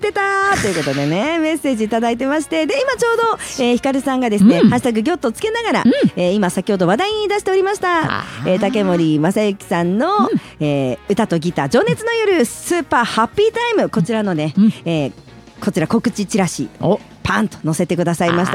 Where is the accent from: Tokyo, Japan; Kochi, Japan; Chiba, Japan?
Kochi, Japan; ちなみに僕のここぞという時のお土産、地元高知県銘菓のかんざし